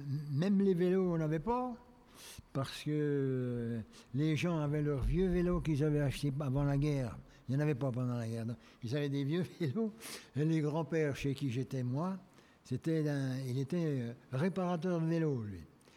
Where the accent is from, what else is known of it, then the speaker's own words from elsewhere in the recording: Sommant, Bourgogne-Franche-Comté, France; born there; also born or lived in Chissey-en-Morvan; Après, on a déménagé, je suis allé à un tout petit village qui s'appelle Somant. Et ce petit village de Somant, là, je suis allé à l'école.